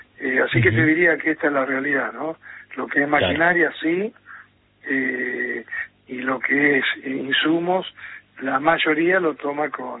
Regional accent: Argentina; como muchos argentinos, al crédito le tenemos cierto resquemor

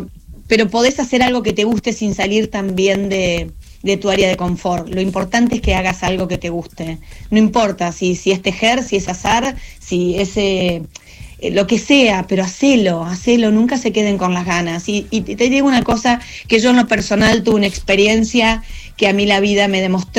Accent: El Triunfo, Buenos Aires Province, Argentina; now in Spain; En mi pueblo se llama El Triunfo.

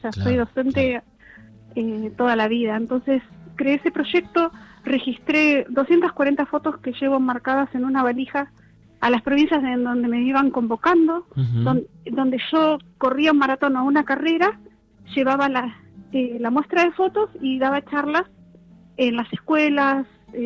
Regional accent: Buenos Aires, Argentina; born there; moved away as an adult; now in Río Grande, Argentina; Mira, yo nací en Buenos Aires y a los 20 años me vine para Tierra del Fuego.

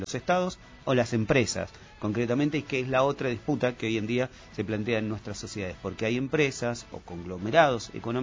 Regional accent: Argentina

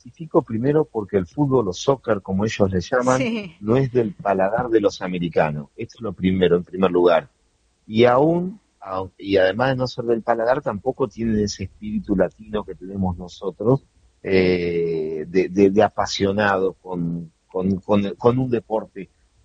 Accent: Argentina; now in United States; esta fiesta del fútbol que tanto nos apasiona a los argentinos.

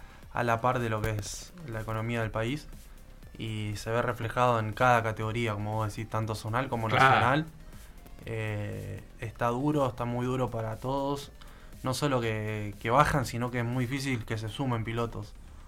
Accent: Río Gallegos, Santa Cruz, Argentina; yo siempre orgulloso de mi Río Gallegos, de Santa Cruz.

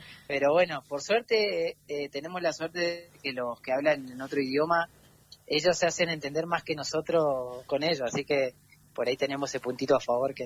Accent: Río Turbio, Santa Cruz, Argentina; la de Argentina, la de mi provincia y la de mi pueblo Río Turbio

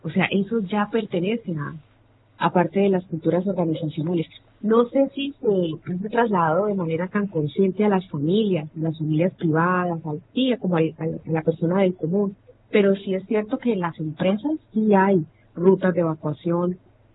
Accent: Palmira, Valle del Cauca, Colombia; moved away; Yo soy de Palmira. La ciudad de Palmira queda a unos 20 minutos de la capital, que es Cali

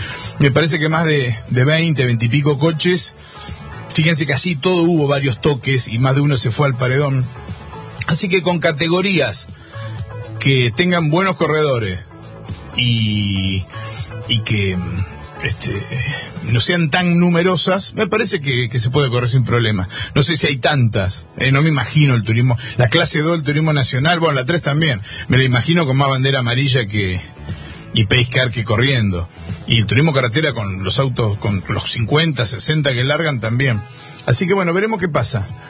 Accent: Argentina; la gran mayoría de los argentinos hemos sido alguna vez, por lo menos que vivimos en ciudades

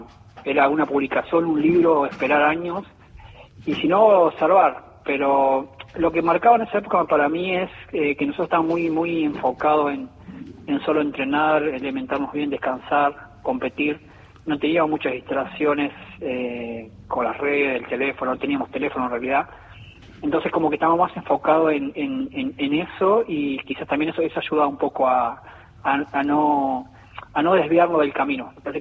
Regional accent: Entre Ríos, Argentina; Villaguay, que está cerca de mi pueblo

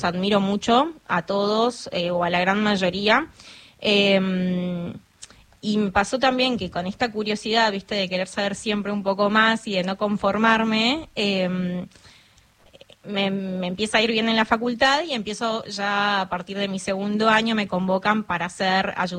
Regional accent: Misiones, Argentina; moved away as an adult; also born or lived in Mar del Plata; Estudié en la Universidad Nacional de Mar del Plata. Yo soy de Misiones. Cuando termino el colegio me voy a vivir a Mar del Plata.

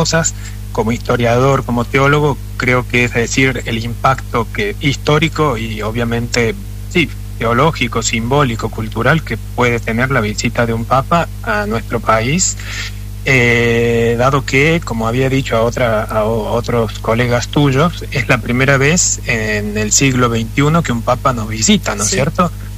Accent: Córdoba, Argentina; now in Italy; Soy cordobés, y no sé si se siente la tonada.

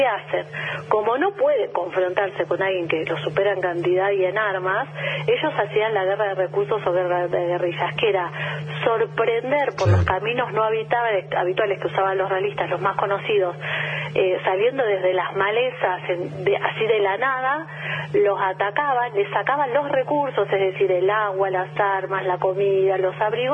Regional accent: Buenos Aires, Argentina; now in Salta, Argentina; Yo, siendo porteña, entiendo esto que pasa

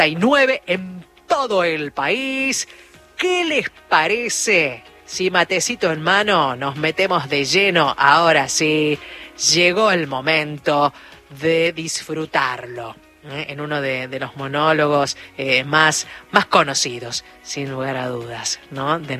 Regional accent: San Rafael, Mendoza, Argentina; Estoy acá de Sereno, en el museo. Soy de San Rafael, provincia de Mendoza.

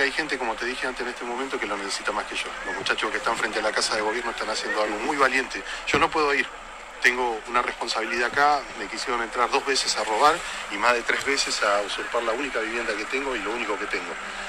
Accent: Argentina; Es un contexto de todo. Todos somos argentinos.

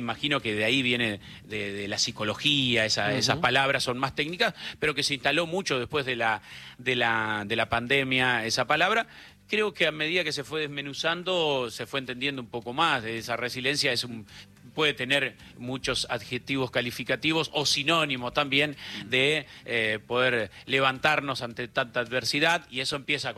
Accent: Argentina

